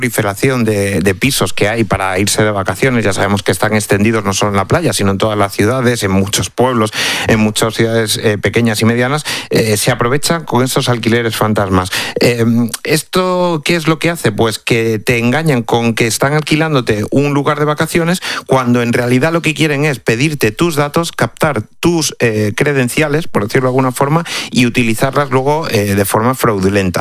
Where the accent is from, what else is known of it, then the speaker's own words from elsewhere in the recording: Cáceres, Extremadura, Spain; Yo, por ejemplo, que que soy de Cáceres, que soy de Extremadura